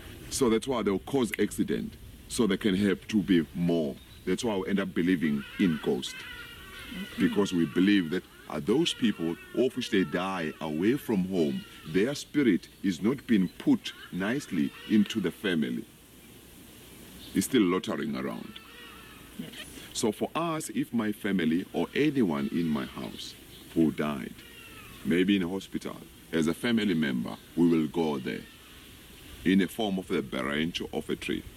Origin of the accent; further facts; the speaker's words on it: South Africa; So Ndebele, Swazi, Zulu, and Xhosa, all four, we fall under one group. We call ourselves Nguni people.